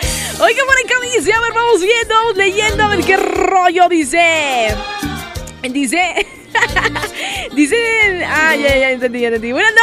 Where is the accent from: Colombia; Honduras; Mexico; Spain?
Mexico; Pero los que somos mexicanos, tenemos que ser mexicanos en todo, ¿eh?